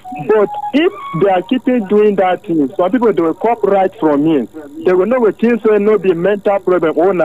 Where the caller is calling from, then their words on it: Ikpayongo, Benue, Nigeria; I am from Ikpayongo